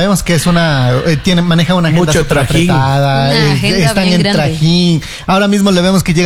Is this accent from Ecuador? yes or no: yes; Cuenca, Azuay, Ecuador; yo soy de Cuenca